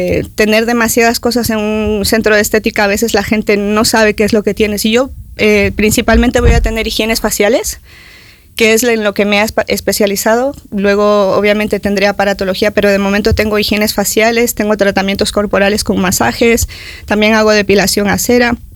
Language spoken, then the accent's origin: Spanish; Ecuador; now in Burgos, Spain; Soy de Ecuador. Llevo 24 años en España